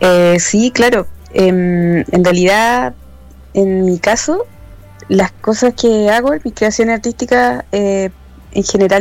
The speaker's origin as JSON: {"language": "Spanish", "town": "Temuco", "region": "Araucanía", "country": "Chile", "lives_now": "Santiago, Chile", "said": "Ahora estoy en Temuco. Sí, yo soy de Temuco, vivo en Santiago, pero soy de Temuco."}